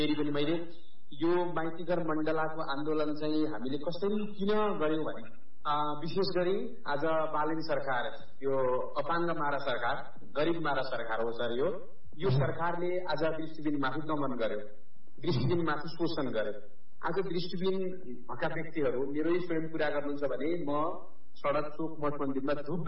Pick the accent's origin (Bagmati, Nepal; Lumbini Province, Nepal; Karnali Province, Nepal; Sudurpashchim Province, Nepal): Lumbini Province, Nepal; Ghorahi; मेरो घर चाहिँ दाङ जिल्ला घोराई नगरपालिका वडा नम्बर 9 खैरा भन्ने ठाउँमा पर्छ।